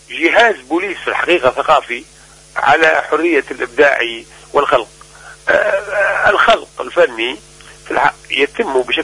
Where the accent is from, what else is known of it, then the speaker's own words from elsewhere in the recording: Sidi Bouzid, Tunisia; moved away; وأنني أنا شخصيا من سيدي بوزيد